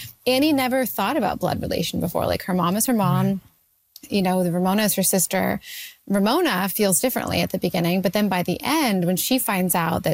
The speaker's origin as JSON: {"language": "English", "country": "Canada"}